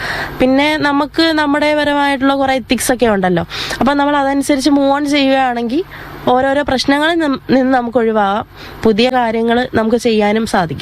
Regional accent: Kochuthuruthu, Kerala, India; ഞാൻ കൊച്ചുതുരുത്ത് എന്നുള്ള സ്ഥലത്തു നിന്നാണ് വരുന്നത്.

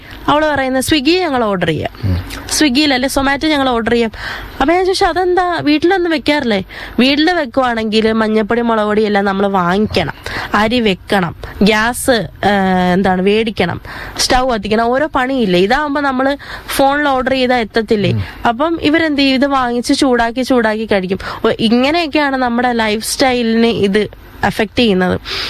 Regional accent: Kerala, India; ആദ്യം ഞാൻ വരുന്നത് തുരുത്തി നിന്നാ. ഞങ്ങളുടെ അവിടെ ഉള്ള ആളുകൾ ഏറ്റവും കൂടുതൽ ചെയ്യുന്ന മത്സ്യകൃഷിയാണ്.

